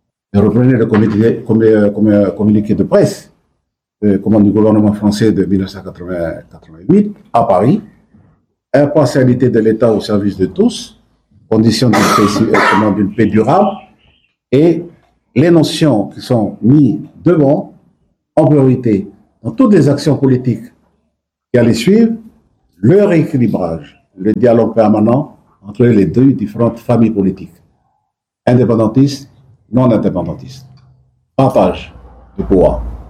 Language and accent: French; New Caledonia; ainsi que donc à leur relais politique ici, chez nous, en Nouvelle-Calédonie